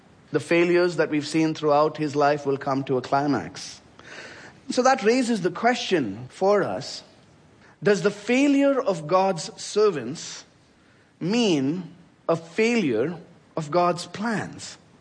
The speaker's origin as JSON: {"language": "English", "country": "India", "said": "my home country, India"}